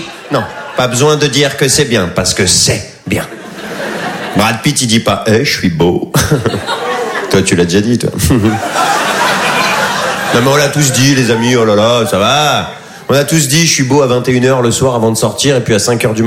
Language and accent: French; Bondy, Île-de-France, France; also born or lived in Paris; Je suis né à Paris, moi j'ai grandi à Bondy dans le 9-3. Si, si. Aïe. On est hyper fiers quand on vient de la banlieue. Ouais, Bondy, Mbappé, la famille, t'inquiète, si, si.